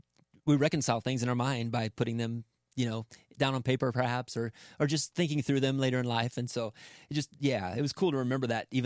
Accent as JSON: {"language": "English", "region": "Midwest", "country": "United States", "said": "I are both Midwestern"}